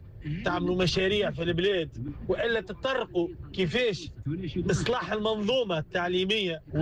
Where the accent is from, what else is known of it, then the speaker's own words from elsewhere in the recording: Tunisia; أنا مواطن تونسي نجم تقول مخضرم